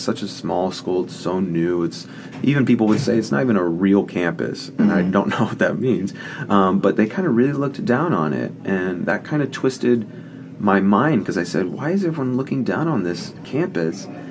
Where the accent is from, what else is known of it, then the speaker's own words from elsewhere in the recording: Los Angeles, California, United States; growing up in North Hollywood, an area that not a lot of people have a lot of resources.